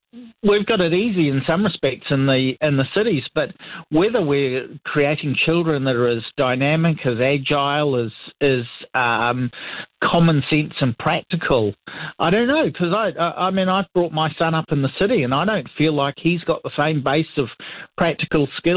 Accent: Wellington, New Zealand; moved away; Growing up in Wellington, we were very close to rural environments.

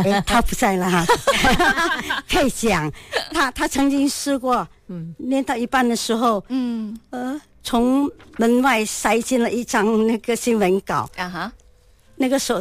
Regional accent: Xiamen, Fujian, China; accent: Xiamen dialect; 我们福建话就厦门话就讲地

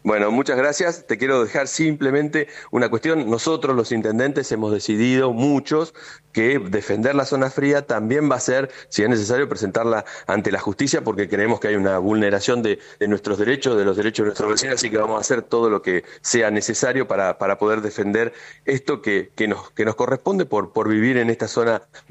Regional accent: Argentina; lo que pasa a otro argentino

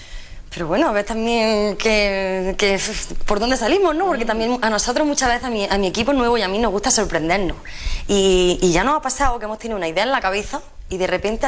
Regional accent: El Marmo, Andalusia, Spain; Además, bueno, mi pueblo, el Marmo, pueblo muy chiquito

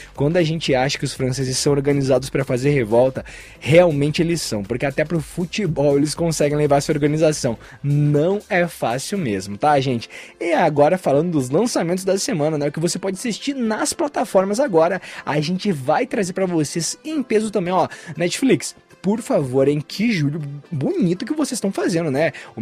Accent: Rio Grande do Sul, Brazil

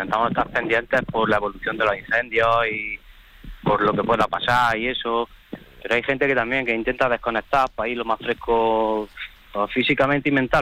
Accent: Andalusia, Spain; nosotros venimos de un grupo de Andalucía, de varias provincias

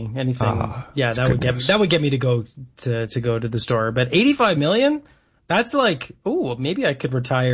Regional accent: Canada; That's a great thing about being Canadian.

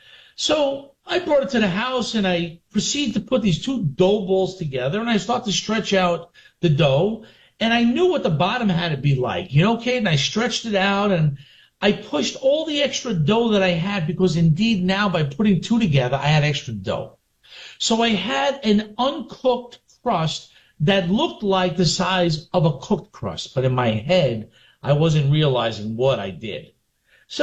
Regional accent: Brooklyn, New York, United States; Now, growing up in Brooklyn, you know, I went to local pizzerias.

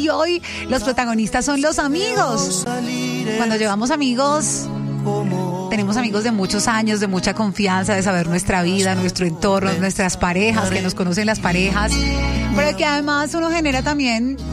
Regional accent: Ibagué, Tolima, Colombia; now in Bogotá, Colombia; Yo llegué a la ciudad de Bogotá, yo soy de Ibagué.

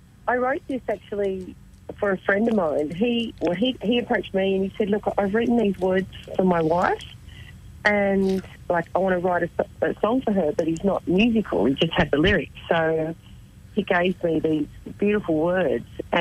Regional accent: Wollongong, New South Wales, Australia; I'm from Wollongong.

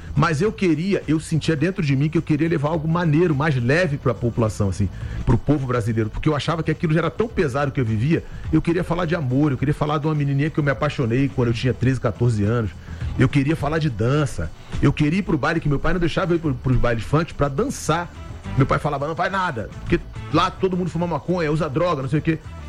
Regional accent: Rio de Janeiro, Brazil; 27 anos dentro do Complexo da Maré, que é a Vila do João, Vila do Pinheiro, Conjunto Esperança. Eu nasci na Nova Holanda. Eu saí da Nova Holanda com 6 para 7 anos.

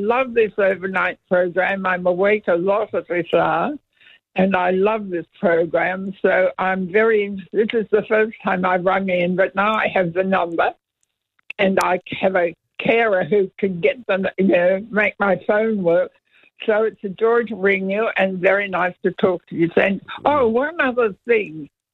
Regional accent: Sydney, New South Wales, Australia; Well, I'm from Sydney, so I'm a long way away

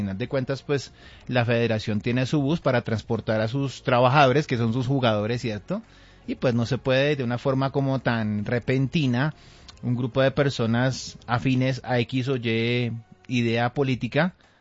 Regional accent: Colombia

